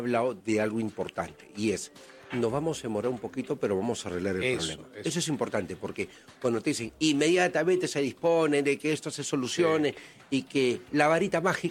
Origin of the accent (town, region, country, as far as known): Peru